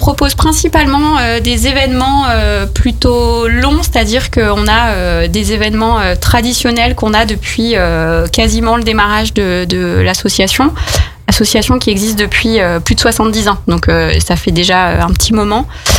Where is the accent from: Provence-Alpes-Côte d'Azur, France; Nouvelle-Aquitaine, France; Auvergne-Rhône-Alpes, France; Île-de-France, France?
Auvergne-Rhône-Alpes, France; Chambéry; also born or lived in Annecy / Aix-les-Bains; Je suis une Savoyarde. Je suis née à Chambéry, j'ai fait mes études à Chambéry. J'ai travaillé toute ma vie à Chambéry quasiment. Je me suis un petit peu expatriée jusqu'à Annecy parfois. J'ai vécu un petit peu à Aix-les-Bains